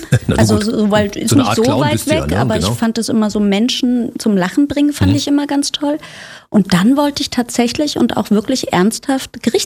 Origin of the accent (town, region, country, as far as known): Potsdam, Brandenburg, Germany; born or raised there; also born or lived in Zehdenick; now in Berlin, Germany